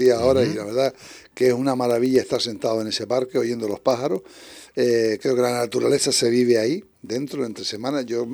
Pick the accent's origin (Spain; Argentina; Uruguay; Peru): Spain; Canary Islands; Bueno, al ser canario